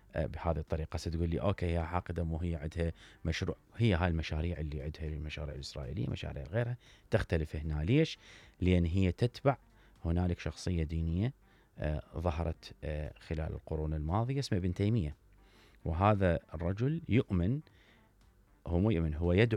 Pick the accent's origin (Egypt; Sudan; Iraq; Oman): Iraq; المهم الجهتين اللي دخلوا عندنا بالعراق